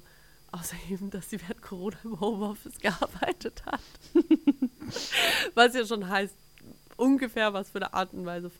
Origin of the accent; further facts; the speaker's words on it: Zurich, Switzerland; moved away; Nee, ich komme aus Zürich.